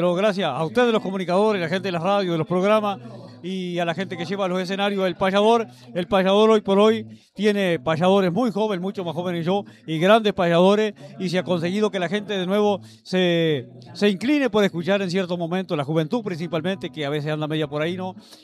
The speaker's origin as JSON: {"language": "Spanish", "region": "Durazno", "country": "Uruguay", "said": "Se escuchan allá en Mi Pago, yo vengo de Durazno"}